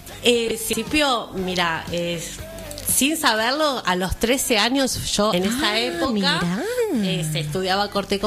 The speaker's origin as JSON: {"language": "Spanish", "town": "Fray Luis Beltrán", "region": "Santa Fe", "country": "Argentina", "tie": "born or raised there", "moved": "yes", "lives_now": "Lanús, Argentina", "said": "yo soy oriunda de Luis Beltrán."}